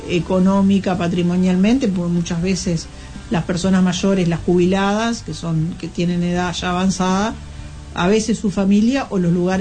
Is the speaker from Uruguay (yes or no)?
yes; Uruguay